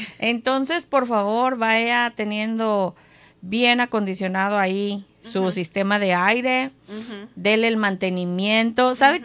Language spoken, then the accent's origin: Spanish; Mexico City, Mexico; now in Tennessee, United States; en mi país, en la Ciudad de México, de donde yo soy